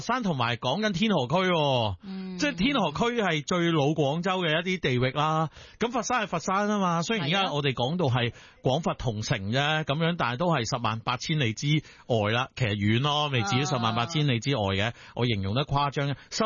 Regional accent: Hong Kong; 我哋香港人普通。通话就唔太灵光噶嘛，普遍都咁啊。

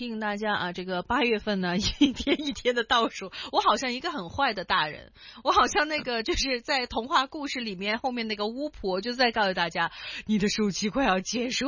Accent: Hong Kong; first language Cantonese; Chinese is a second language; 我在香港长大，所以呢有很长的一段时间呢，就是暑假的一段时间，就是父母是因为看不过去了，因为感觉孩子只说广东话，一点普通话都不会

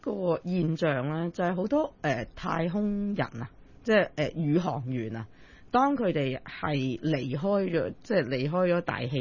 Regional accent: China; 咁我哋而家中國即係作為一個中國人喺生存喺依一個時代係開心好多嘅

